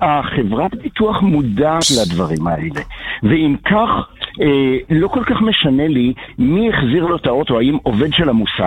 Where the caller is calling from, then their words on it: Bnei Brak, Tel Aviv District, Israel; מבני ברק.